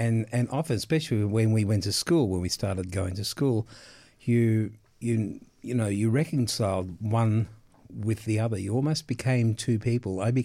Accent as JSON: {"language": "English", "town": "Fitzroy North", "region": "Victoria", "country": "Australia", "tie": "born or raised there", "said": "But I grew up in Fitzroy North, and I'm back there. And no matter how many times I've moved away, I seem to gravitate back to my roots."}